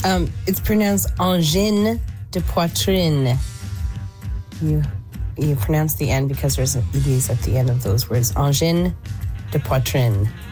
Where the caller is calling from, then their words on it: British Columbia, Canada; I'm in British Columbia.